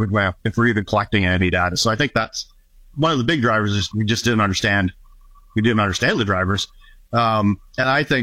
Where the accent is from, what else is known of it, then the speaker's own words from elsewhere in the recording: Niagara, Ontario, Canada; finished high school and did the typical growing up in Niagara, right?